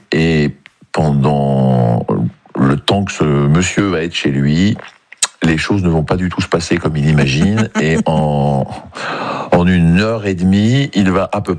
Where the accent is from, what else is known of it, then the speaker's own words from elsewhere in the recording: Saint-Malo, Brittany, France; je suis de Saint-Malo, je vis à Saint-Malo depuis plus de 30 ans.